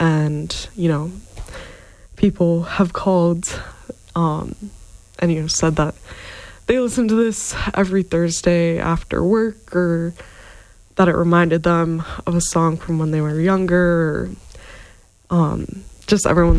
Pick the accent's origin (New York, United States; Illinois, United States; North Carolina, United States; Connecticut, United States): Connecticut, United States; moved away; I'm from Connecticut, so hopefully I'll find my way back to Hartford someday